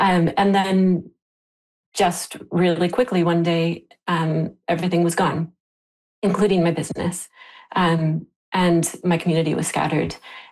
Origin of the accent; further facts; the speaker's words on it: Lytton, British Columbia, Canada; Yeah, I grew up in Lytton and was here kind of off and on for most of my adult life and settled down here.